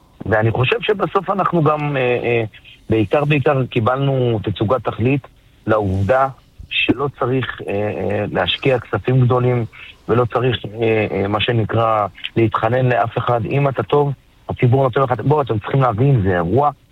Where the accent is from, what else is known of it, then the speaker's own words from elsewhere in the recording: Ofakim, Southern District, Israel; מאופקים, משכונת אלי כהן, איש פשוט.